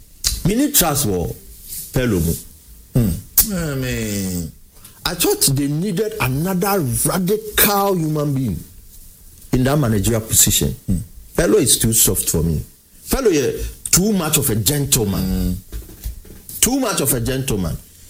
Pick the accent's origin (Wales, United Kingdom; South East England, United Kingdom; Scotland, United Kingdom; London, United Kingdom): Scotland, United Kingdom; they don't identify as English. I'm a Scottish.